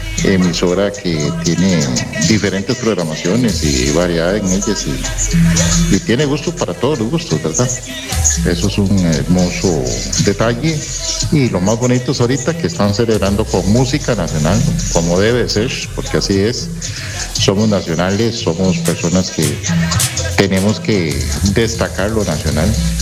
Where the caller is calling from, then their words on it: San Vito, Puntarenas, Costa Rica; desde San Vito de Cotobruz.